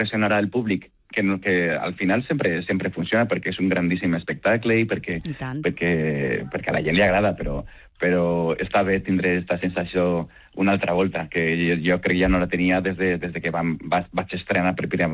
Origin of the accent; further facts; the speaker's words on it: Alicante, Valencian Community, Spain; Com soc alacantí i estic molt orgullós de la meva terra